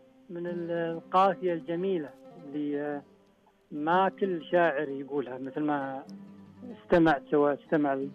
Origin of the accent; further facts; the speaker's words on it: Saudi Arabia; رحمة لنا جميعا كسعوديين.